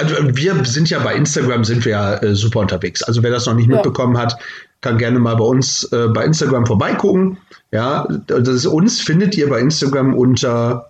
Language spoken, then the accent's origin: German; Osnabrück, Lower Saxony, Germany; now in Hannover, Germany; Also Heimat ja. Stadt Hannover und Heimat Stadt Osnabrück.